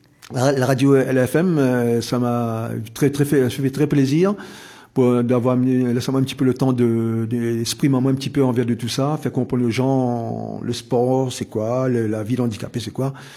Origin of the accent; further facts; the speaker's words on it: Réunion; now in France; quand je pense à La Réunion, quand je suis en métropole, ben, mon petit coin où là, j'ai grandi Basse-Terre.